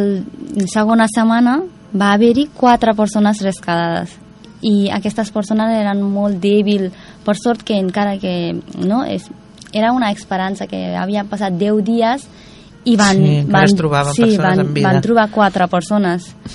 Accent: Nepal; moved away

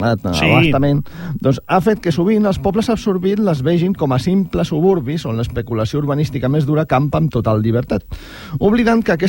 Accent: L'Hospitalet de Llobregat, Catalonia, Spain; aquí a l'Hospitalet, allà al meu poble.

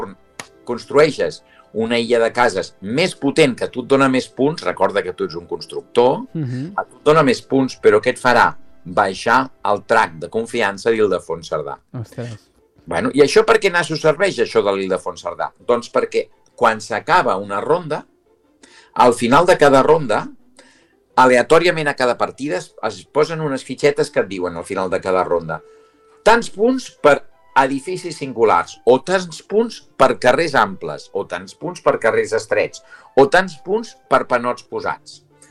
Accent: Barcelona, Catalonia, Spain; com a barceloní, soc nascut a Barcelona i criat a Barcelona, tot el que sigui Barcelona em tira molt, eh?

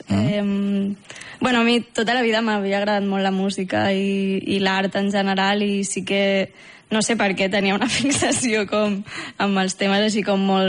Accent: Barcelona, Catalonia, Spain; jo he crescut a Sagrada Família, un pis normal.

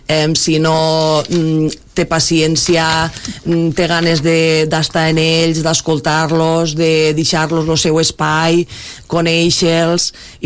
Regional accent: Tivenys, Catalonia, Spain; Perquè ma iaia era de Tivenys i jo he passat la meva infància a Tivenys.

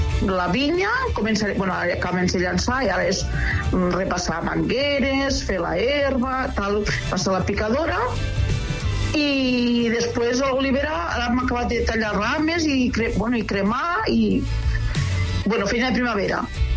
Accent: La Fatarella, Catalonia, Spain; soc de la Fatarella, Terra Alta

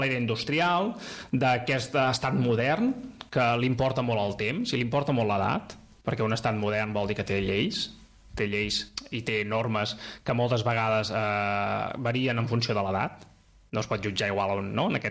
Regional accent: Munich, Bavaria, Germany; de Múnich de tota la vida, vull dir que...

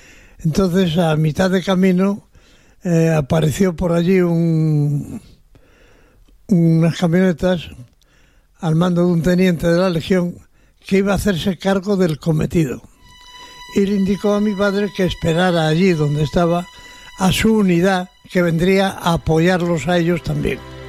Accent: Vigo, Galicia, Spain; born there; Efectivamente, yo nací en Vigo porque mis padres y familia mayor eran de Zaragoza. Pero por cuestiones del ejército, mi padre lo destinaron a Vigo y allí pues me aproveché yo y nací allí.

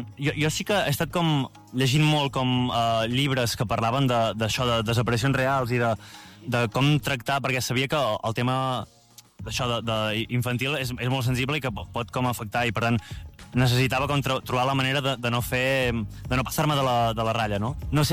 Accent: Vic, Catalonia, Spain; sóc de Vic

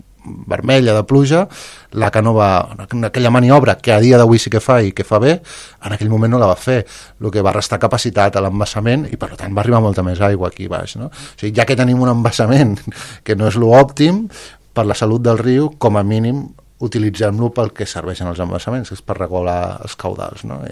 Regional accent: Calafell, Catalonia, Spain; jo soc de Calafell, però he treballat molts anys aquí a Cubelles, i ja des de ben petit ja venia a la desembocadura

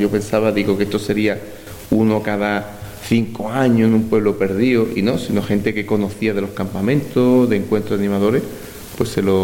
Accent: Algeciras, Andalusia, Spain; yo soy natural de Algeciras, mis padres vivían ya en Algeciras. En un primer lugar mis padres vivían en otra parte de la ciudad, pero deciden mudarse, y justamente donde van a vivir es en la misma calle del Colegio Salesiano.

